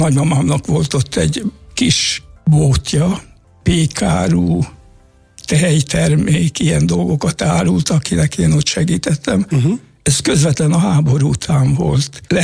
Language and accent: Hungarian; Hungary; moved away as an adult; also born or lived in Buenos Aires; Én hazajártam Magyarországra